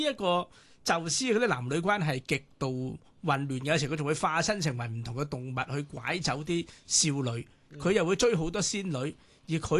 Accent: China; 如果用我哋中國人，你覺得簡直難以理解，點會苦毒不食子嘅？

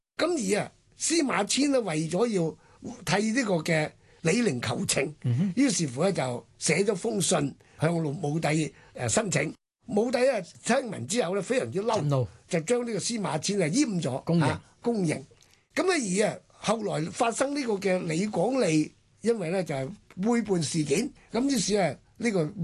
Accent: Guangdong, China; 咁呢個字咧，我哋廣東人都成日講嘅

